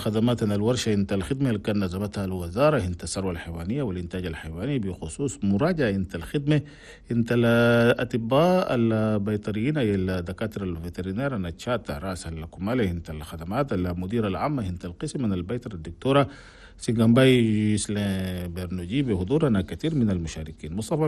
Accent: Chad; هنا بلدنا تشاد

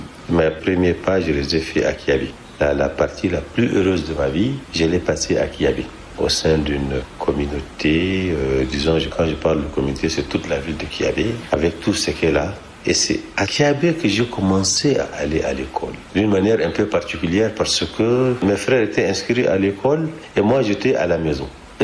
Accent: Assar, Chad; born there; Alors je suis né à Assar, en 1961, le 14 février très précisément.

